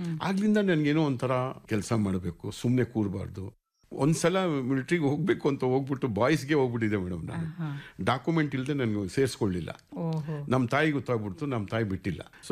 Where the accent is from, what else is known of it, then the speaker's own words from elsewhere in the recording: Bengaluru, Karnataka, India; ಮೂಲತಃ ಬೆಂಗಳೂರಿನವರೇ.